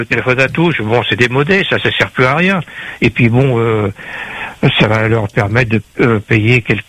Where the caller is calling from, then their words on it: Saint-Pierre, Réunion; Alors moi je suis à Saint-Pierre. Bon, à Saint-Pierre quand même, c'est une grande ville. Il y a bien des gens.